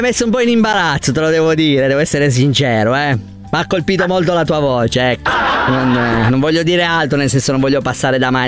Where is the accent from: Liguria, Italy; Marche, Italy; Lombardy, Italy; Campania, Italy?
Lombardy, Italy; Abbiategrasso; E noi siamo di Quarto Giro, Abbiate Grasso.